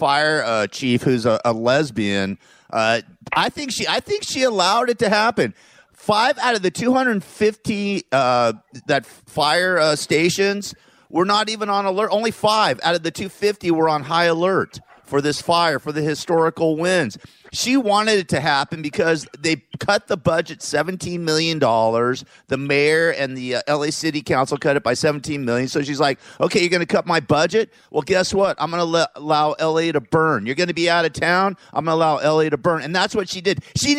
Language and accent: English; California, United States; We had these terrible wildfires here in Southern California. My hometown basically almost burned down.